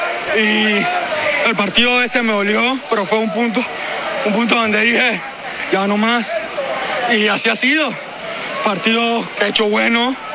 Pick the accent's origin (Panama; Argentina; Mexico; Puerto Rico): Panama; La Cabima, Panamá; Yo, de La Cabima.